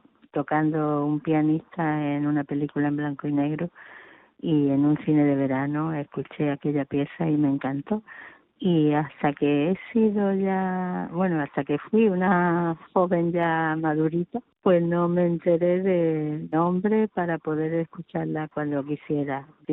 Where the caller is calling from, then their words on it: Málaga, Andalusia, Spain; de Málaga.